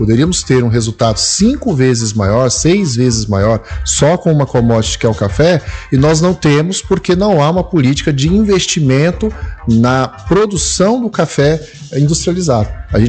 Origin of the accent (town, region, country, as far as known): Brazil